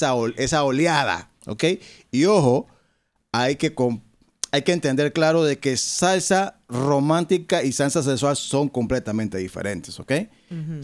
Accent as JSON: {"language": "Spanish", "country": "Panama", "said": "Final es o somos todos los panameños que dejamos de percibir ese dinero, no tu restaurante."}